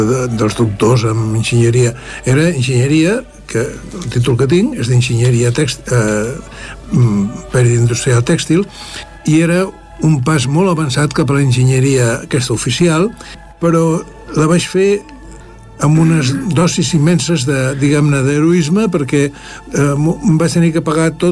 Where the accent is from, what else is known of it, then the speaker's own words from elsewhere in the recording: Barcelona, Catalonia, Spain; born there; also born or lived in Sant Just Desvern; now in Esplugues de Llobregat, Spain; molta gent de Sant Just pensa que jo sóc fill de Sant Just. Ho és la meva família … però jo vaig néixer a Barcelona, al barri de Sant Gervasi.